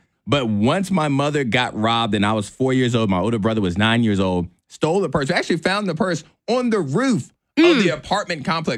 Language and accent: English; Virginia, United States; born there; also born or lived in Maryland; I was born in Maryland, as you already know. And before we moved to Virginia, we were living in Maryland.